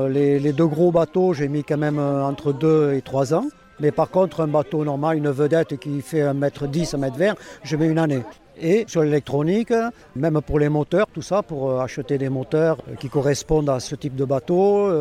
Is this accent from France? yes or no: yes; Pau, Nouvelle-Aquitaine, France; Et comme je suis d'origine du Béarn, de Pau, et elle est d'origine de Guipuscoa, on a dit eh bien, on ira vivre en Daï au milieu.